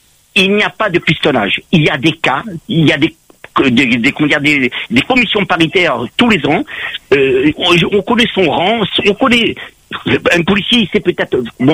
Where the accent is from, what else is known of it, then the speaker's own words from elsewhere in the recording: Réunion; je suis réunionnais